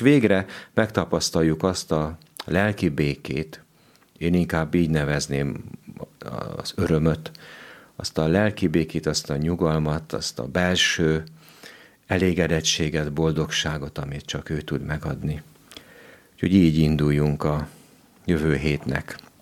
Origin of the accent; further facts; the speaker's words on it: Kaplony, Satu Mare County, Romania; now in Kőszeg, Hungary; jó helyen születtem, jó faluba, jó családba születtem. Ez egy Kaplony nevű község, ahol ferences atyák voltak, hála Istennek újra vannak. Egy sváb falu, ahol a régi rendszerbe, hát én 71-ben születtem